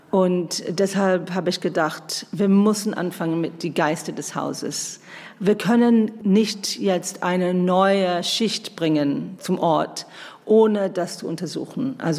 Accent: United Kingdom; Ich komme aus Großbritannien, da ist dieses Konzept ein Hausmuseum sehr, sehr bekannt.

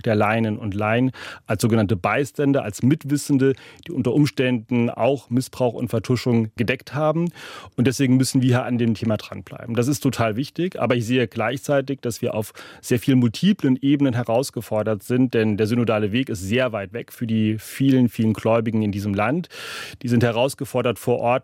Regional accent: Rhineland, Germany; Ich komme aus dem Rheinland, wo man in eine Volkskirche hineingeboren wurde.

